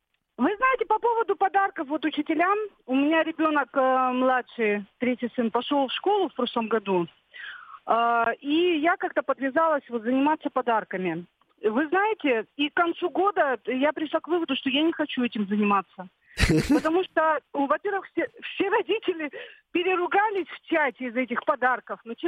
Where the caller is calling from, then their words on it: Vladivostok, Primorsky Krai, Russia; А мы опять из Владивостока.